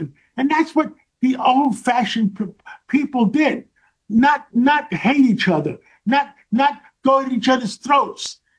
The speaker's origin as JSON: {"language": "English", "region": "New York", "country": "United States", "tie": "born or raised there", "said": "you know, I grew up in Harlem on 135th Street, and between Broadway and Amsterdam Avenue by City College, by Lewiston Stadium up there. I went to PS 192, 137th Street."}